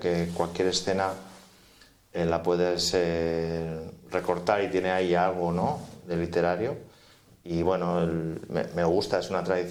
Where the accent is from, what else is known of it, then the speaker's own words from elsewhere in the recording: Barcelona, Catalonia, Spain; Y entonces yo soy de Barcelona, mis padres son de Barcelona, sé lo que siento, pero bueno, no he sido patriota nunca.